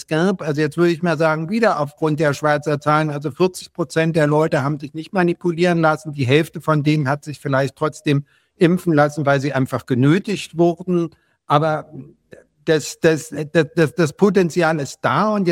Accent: Berlin, Germany; born there; Ich bin in West-Berlin geboren, so, und man konnte nach Ost-Berlin rüberschauen.

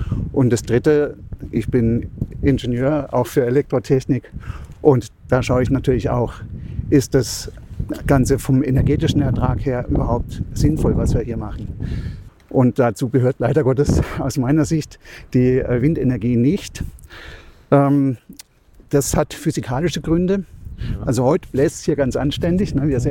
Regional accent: Freiburg, Baden-Württemberg, Germany; ich bin Freiburger

